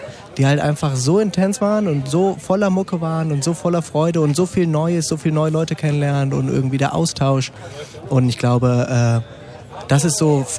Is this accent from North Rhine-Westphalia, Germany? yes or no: no; Ossenheim, Hesse, Germany; Und Jerry und ich sind sowieso, wir sind in Ossenheim groß geworden.